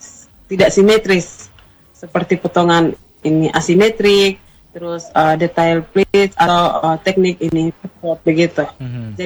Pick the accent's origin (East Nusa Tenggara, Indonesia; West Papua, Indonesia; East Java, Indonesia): East Nusa Tenggara, Indonesia; Walaupun saya sebagai orang Sumba, tentunya saya juga harus sangat belajar banyak hal dan berusaha untuk memahami begitu.